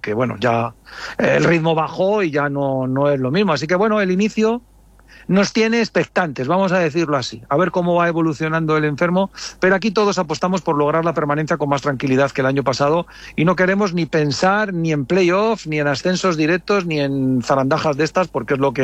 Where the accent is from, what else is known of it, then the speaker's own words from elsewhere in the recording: Valladolid, Castile and León, Spain; aquí somos de Valladolid